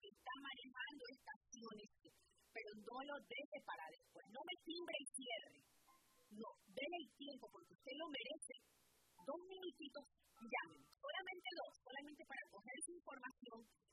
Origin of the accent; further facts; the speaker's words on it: Ecuador; now in United States; Yo soy ecuatoriana, yo cuando voy a mi país y yo voy a comer algo, todo me sabe rico